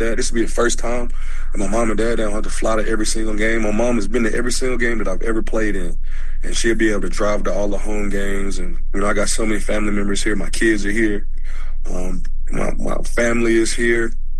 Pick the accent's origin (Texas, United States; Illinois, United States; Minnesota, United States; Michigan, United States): Texas, United States; Dallas; You know, I've always, I grew up here in Dallas.